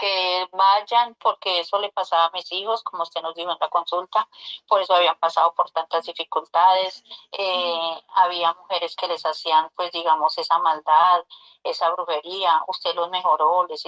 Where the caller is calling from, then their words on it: Tunja, Boyacá, Colombia; Sí, señor, nosotros somos pacientes de Tunja. Pues, profesor, lo que le contaba, profesor, nosotros tenemos una finca acá, vivimos en la finca